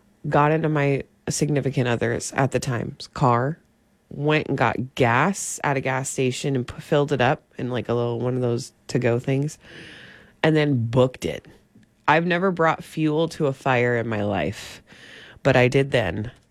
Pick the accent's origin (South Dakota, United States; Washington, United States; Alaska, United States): Washington, United States; Pateros; moved away as an adult; also born or lived in Brewster, Washington; now in Wenatchee, United States; I'm from Pateras in Brewster. I graduated from Brewster, went to school majority in Pateras. That's my home, man. That is my home.